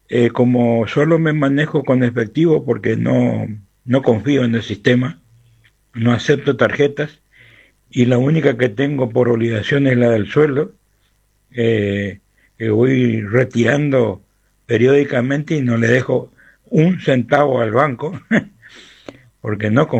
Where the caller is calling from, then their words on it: Resistencia, Chaco, Argentina; Saludos, un abrazo grandote desde Resistencia